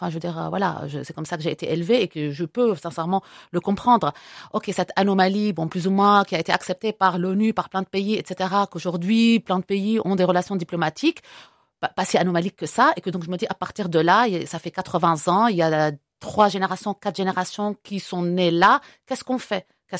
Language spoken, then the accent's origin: French; Lebanon; ben nous en tant que Libanais, on trouve ça bien de reprendre cette chose-là.